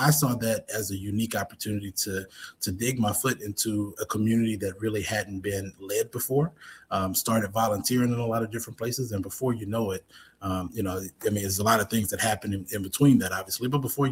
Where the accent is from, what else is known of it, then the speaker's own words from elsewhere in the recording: Alexandria, Louisiana, United States; Yeah, so I'm originally from Alexandria, Louisiana. Born and raised there, right in the middle of the state. We call ourselves the heart of Louisiana, Central Louisiana.